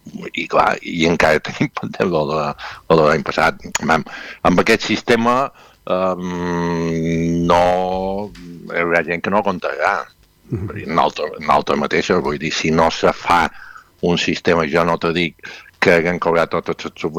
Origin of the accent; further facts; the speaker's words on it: Balearic Islands, Spain; Vull dir, jo som mallorquí, el meu sponsor és mallorquí, bueno, l'empresa mallorquina.